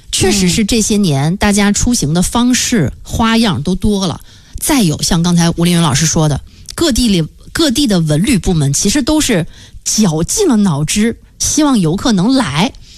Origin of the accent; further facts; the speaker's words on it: China; 我们中国人其实还挺介意说不认识的人来我们家的